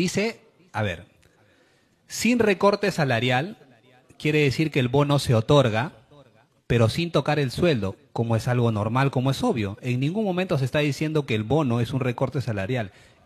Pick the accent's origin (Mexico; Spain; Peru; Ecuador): Peru